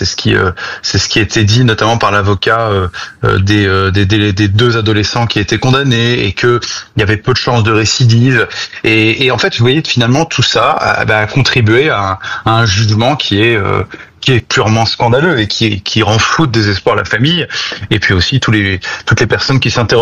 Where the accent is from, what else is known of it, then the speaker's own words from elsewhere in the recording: France; déjà en tant qu'ancien municipal et aussi en tant que Français.